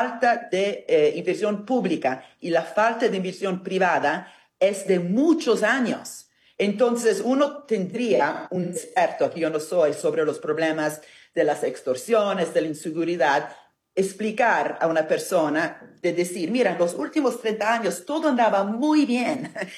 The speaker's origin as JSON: {"language": "Spanish", "country": "Italy", "second_language": "Spanish", "said": "Recordámonos que soy italiana, ¿no? Donde la mafia es el puesto más grande esfuerzo."}